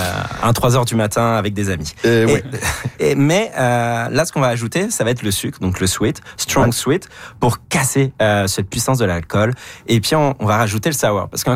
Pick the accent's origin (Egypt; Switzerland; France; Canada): France; Je suis français, ça fait partie de ma nationalité.